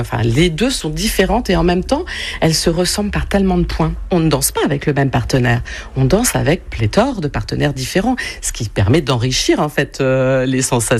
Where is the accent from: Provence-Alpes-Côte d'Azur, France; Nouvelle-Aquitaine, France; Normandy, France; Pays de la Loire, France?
Normandy, France; Cormelles-le-Royal; puisque je suis arrivée, j'avais 7 ans, j'en ai 55 maintenant. Donc, je peux dire que je suis l'enfant de Cormelles-le-Royal.